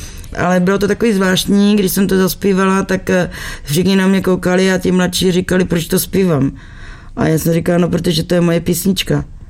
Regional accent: Ostrava, Moravian-Silesian Region, Czechia; also born or lived in Brno; Ne, já jsem se narodila v Brně. Celá naše rodina pochází z Jižní Moravy.

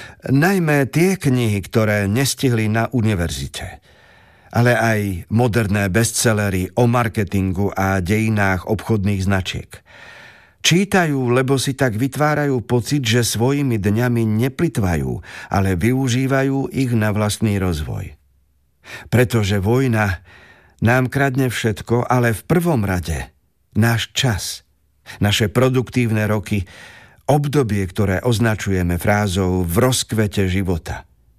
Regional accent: Uzhhorod, Zakarpattia Oblast, Ukraine; z môjho rodného mesta Užhorod

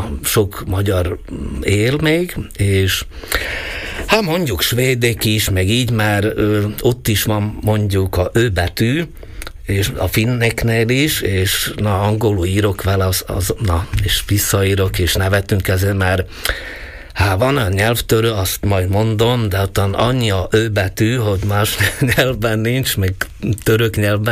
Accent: Slovakia; Hát, mert én a szlovák-magyar vagyok

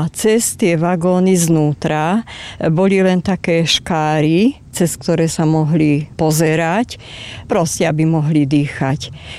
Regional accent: Sklené, Žilina Region, Slovakia; pochádzam … zo sklaného nemeckej dediny, ktorá sa volala kedysi Glaserhau a leží v oblasti Haverlandu.

